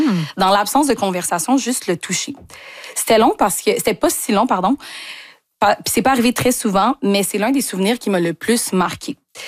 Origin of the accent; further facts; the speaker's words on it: Quebec, Canada; born there; Moi, je suis née ici, au Québec.